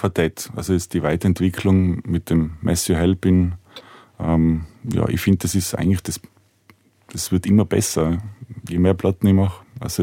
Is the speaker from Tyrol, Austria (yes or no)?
yes; Natters, Tyrol, Austria; das ist so Hommage an meinen Heimatort Nutters, da gibt es einen kleinen See.